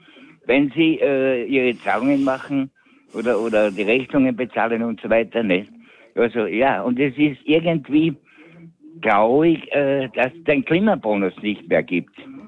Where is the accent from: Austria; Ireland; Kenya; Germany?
Austria; es gibt bei uns in Österreich viele reiche Leute, aber ich glaube noch mehr Ärmere.